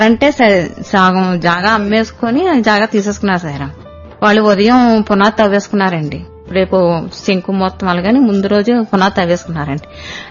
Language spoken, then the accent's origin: Telugu; Vemagiri, Andhra Pradesh, India